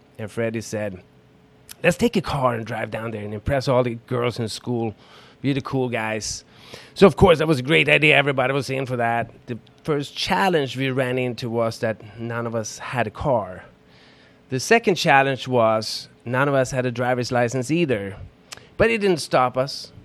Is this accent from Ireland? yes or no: no; Stockholm, Stockholm County, Sweden; now in United States; I grew up in Stockholm, Sweden, on the countryside outside the city